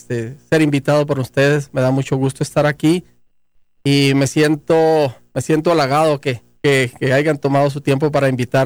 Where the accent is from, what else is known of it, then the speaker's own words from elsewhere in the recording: Namiquipa, Chihuahua, Mexico; Yo soy originario del estado de Chihuahua, de un pueblo que se llama Colonia Oscar Soto Maynes, Namiquipa, Chihuahua.